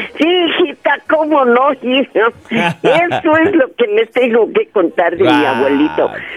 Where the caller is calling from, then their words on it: Tampico, Tamaulipas, Mexico; Somos de Tampico.